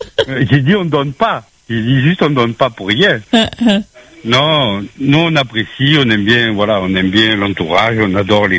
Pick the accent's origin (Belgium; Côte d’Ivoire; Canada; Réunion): Réunion; moi aussi, je suis réunionnais, mais bon, pas trop pays.